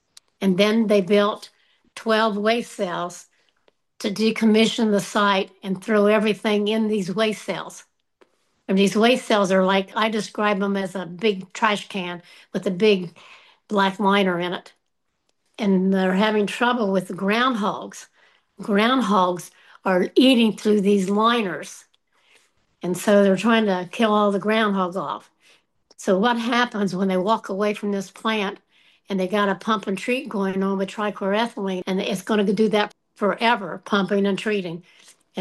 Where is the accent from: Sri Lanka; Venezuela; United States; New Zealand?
United States; Appalachia; We're good workers. That's all we know. We're Appalachian people, and we work and we take care of our own.